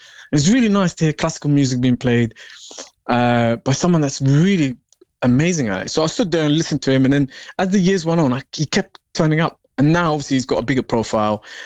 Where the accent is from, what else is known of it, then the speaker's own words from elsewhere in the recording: London, United Kingdom; I'm a Londoner. Like, the Underground is one of the things I always complain about to my mates.